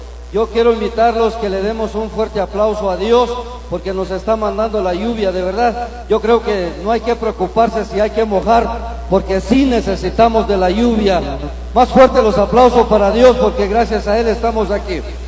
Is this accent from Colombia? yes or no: no; Guatemala; porque todos somos chapines, sé que estamos de diferentes lugares de nuestro país, de Guatemala.